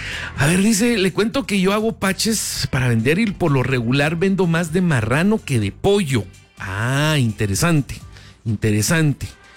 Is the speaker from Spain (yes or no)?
no; Guatemala; now in California, United States; Saludos a Melvin desde California. También para mí los paches, no importa si son de pollo o de coche, como buen chapín.